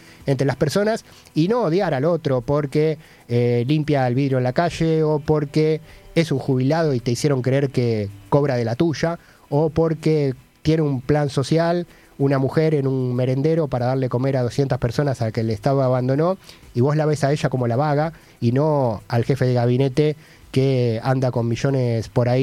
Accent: Argentina

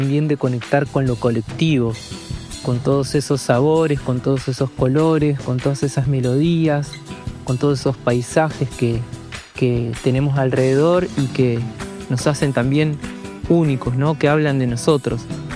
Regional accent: General Ramírez, Entre Ríos, Argentina; now in Rosario, Argentina; músico y productor musical del litoral argentino. Crecí en un pueblito llamado General Ramírez de la provincia de Entre Ríos y actualmente vivo en la ciudad de Rosario.

